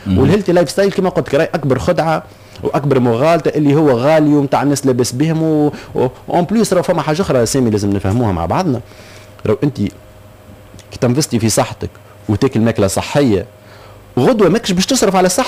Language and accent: Arabic; Tunisia; احنا المواطن التونسي